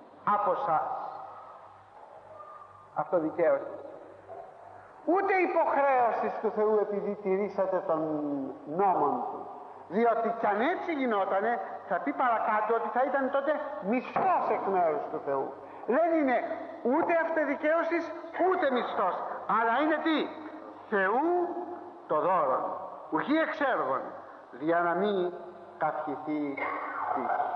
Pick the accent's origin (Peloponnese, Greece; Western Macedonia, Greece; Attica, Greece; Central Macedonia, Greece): Attica, Greece; Athens; όταν του είπα ότι είμαι από την Αθήνα